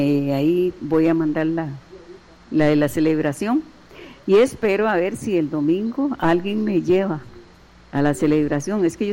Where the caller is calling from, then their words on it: Tibás, San José, Costa Rica; Yo vivo en Tibás